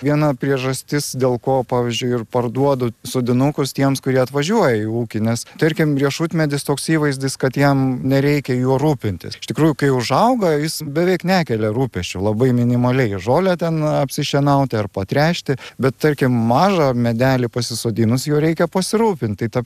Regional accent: Širvintos, Vilnius County, Lithuania; Na, tarkim, ir aš augau nedideliam miestelį Širvintose, ten buvo sodas, tai man patiko laipėt viską

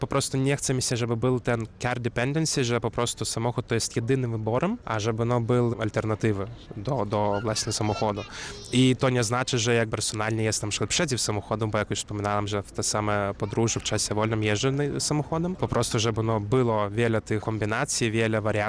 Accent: Vilnius, Vilnius County, Lithuania; u nas w Wilnie

